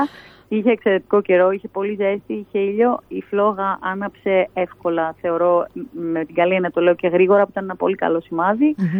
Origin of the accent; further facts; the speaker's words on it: Thessaloniki, Central Macedonia, Greece; είμαι και από τη Θεσσαλονίκη και αγαπώ πολύ την πόλη μας.